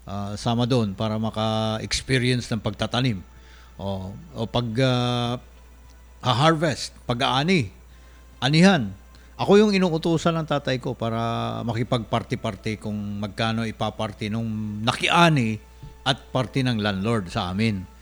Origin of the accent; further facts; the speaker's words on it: Davao Region, Philippines; moved away; So, yung paggugulay, pagtatanim, palayan, maisan doon sa amin sa Davao, malawak po yung lupain ng tatay ko, mahigit 20 hectares.